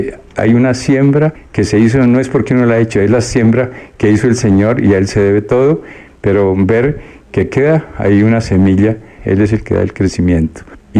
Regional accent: Santander, Colombia; born there; moved away; also born or lived in Bogotá / Girardot / Cartagena / Bucaramanga; Yo nací en la diócesis de Socorro y San Gil, allá me bautizaron en el seminario menor, empecé.

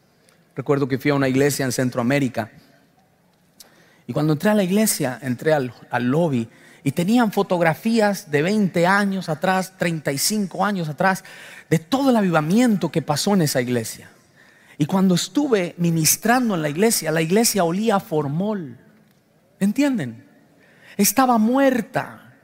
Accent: Colombia; moved away; yo soy de Colombia

